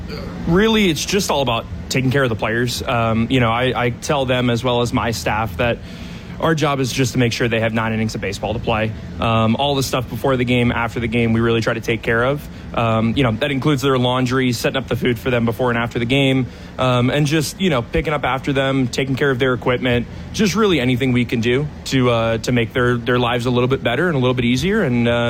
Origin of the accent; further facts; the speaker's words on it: Charleston, South Carolina, United States; moved away; my hometown team in Charleston, the Charleston River Dogs.